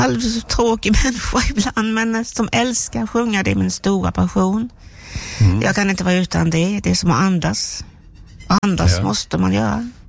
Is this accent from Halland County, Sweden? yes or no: yes; Steninge, Halland County, Sweden; now in Växjö, Sweden; Jag är ju som från Steninge, det ligger vid havet alldeles, och vårt gamla hus som finns kvar, det ligger nära havet